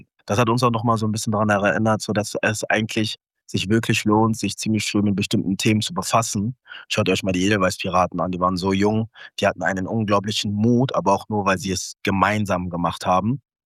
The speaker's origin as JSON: {"language": "German", "town": "Cologne", "region": "North Rhine-Westphalia", "country": "Germany", "tie": "born or raised there", "said": "Wir sind ja in Köln aufgewachsen, also wir sind eine Kölner Band."}